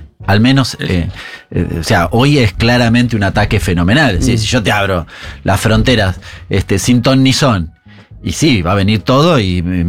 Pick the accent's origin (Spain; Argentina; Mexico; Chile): Argentina; San Martín; Yo soy de San Martín.